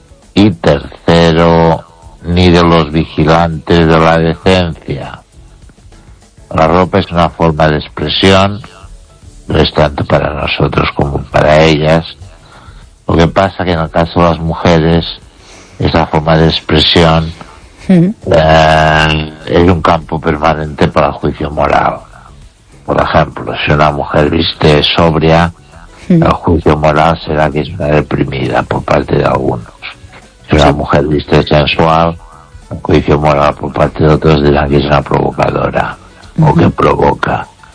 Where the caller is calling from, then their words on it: Ourense, Galicia, Spain; de Orense.